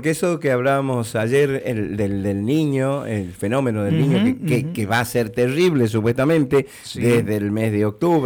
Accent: Monteagudo, Tucumán, Argentina; moved away; cambió Monteagudo un 100%, así que estoy feliz de la vida yo, porque es mi pueblo.

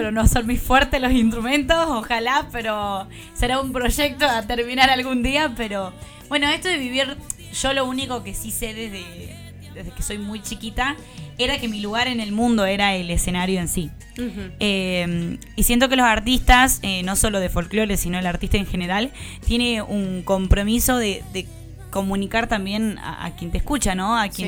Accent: Argentina

